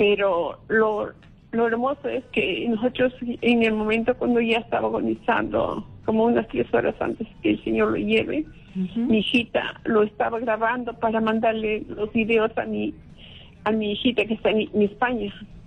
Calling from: Trujillo, La Libertad, Peru; le estoy llamando desde Trujillo.

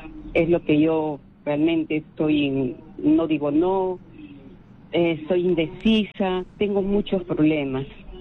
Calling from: Lima, Peru; hablo desde Los Olivos.

